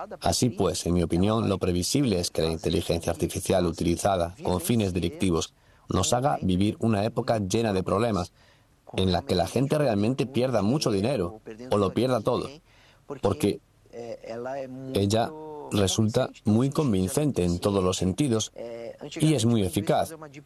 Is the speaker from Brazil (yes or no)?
yes; Brazil; Hoy en día en Brasil somos signatarios del Convenio de Budapest